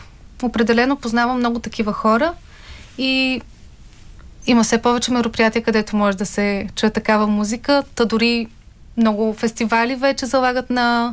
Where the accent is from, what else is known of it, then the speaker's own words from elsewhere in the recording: Razgrad, Razgrad Province, Bulgaria; moved away; моя роден град Разград